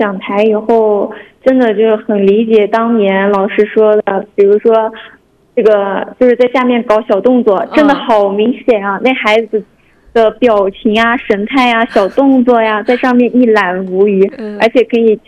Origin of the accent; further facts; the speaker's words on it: Yunnan, China; moved away as an adult; now in Hoboksar County, China; 我家乡在云南，那里的气候的话，四季都很平和，所以我来到这边，第一个不太适应的是我们河布克塞尔县，它的早晚温差有点大这个问题。